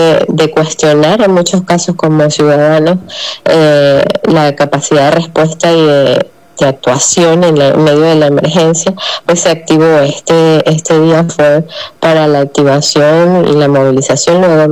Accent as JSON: {"language": "Spanish", "country": "Venezuela", "said": "lo que esperamos como venezolanos, como ciudadanos"}